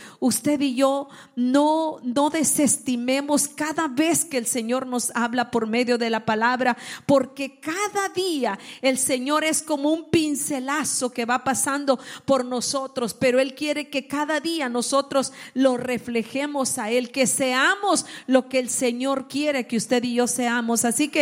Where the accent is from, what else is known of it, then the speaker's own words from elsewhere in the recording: El Salvador; yo soy del campo, nací en la República de El Salvador y nací en el campo.